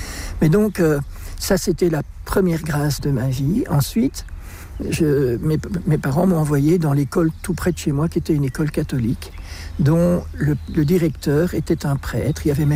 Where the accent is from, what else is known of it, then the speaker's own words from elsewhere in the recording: Belgium; Mon père est flamand, ma mère est wallonne et moi je suis belge.